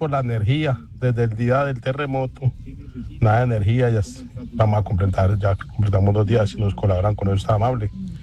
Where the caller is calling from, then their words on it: Colombia; yo estoy ubicado … estoy ubicado en el sector Samaria 1, es en Portal de San Jacinto.